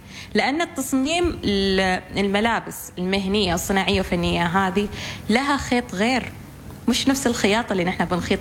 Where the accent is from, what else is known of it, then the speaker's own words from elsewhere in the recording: Oman; كوني أنا أساساً عمانية،